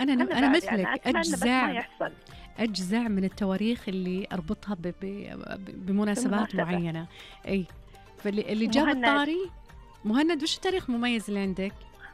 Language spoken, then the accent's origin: Arabic; Saudi Arabia; عندنا في السعوديه